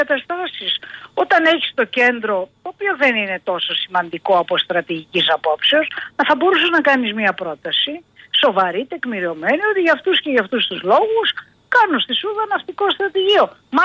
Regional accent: Greece

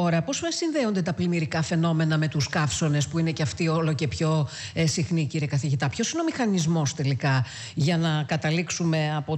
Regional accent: Crete, Greece; μου θυμίζει όταν ήμουν μικρή στην Κρήτη, στο χωριό του μπαμπά μου

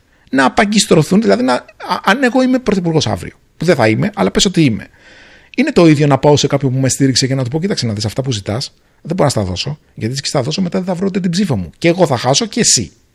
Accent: Greece; now in Singapore

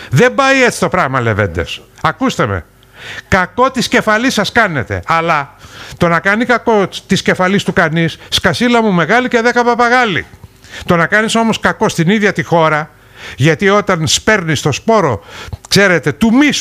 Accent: Greece; Όταν τους είπα ότι είμαι από Ελλάδα

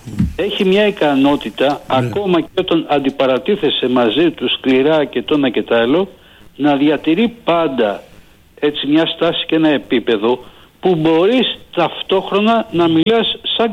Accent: Corinth, Peloponnese, Greece; εγώ έχω καταγωγή από την Κόρινθο και λέγανε Κορίνθη Πελοποννήση των Πελοποννησίων.

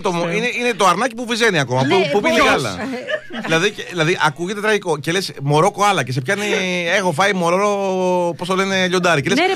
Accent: Aigio, West Greece, Greece; Η καταγωγή μου είναι από το Αίγιο

